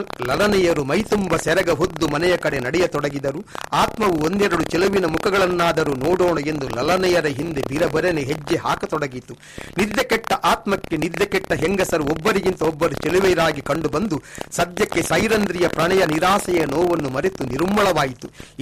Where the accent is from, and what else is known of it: Gurupura, Karnataka, India